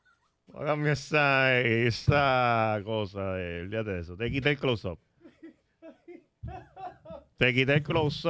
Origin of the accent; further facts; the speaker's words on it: Bayamón, Puerto Rico; yo soy de Bayamón